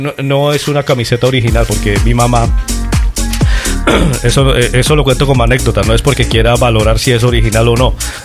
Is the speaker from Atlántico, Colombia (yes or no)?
no; Cali, Valle del Cauca, Colombia; cuando era jovencito, cuando era crío en Santiago de Cali